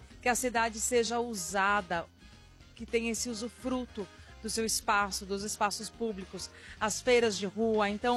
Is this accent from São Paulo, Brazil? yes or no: yes; São Paulo, Brazil; E eu, enquanto paulistana, nascida e criada na cidade, eu queria um lugar que desse esse aconchego de vizinhança.